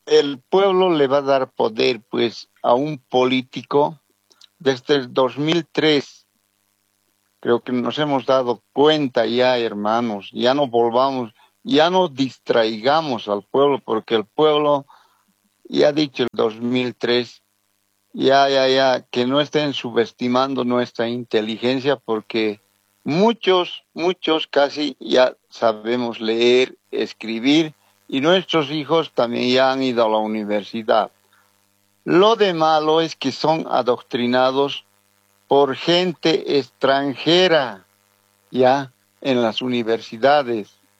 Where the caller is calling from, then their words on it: El Alto, La Paz, Bolivia; de aquí, del Alto de La Paz.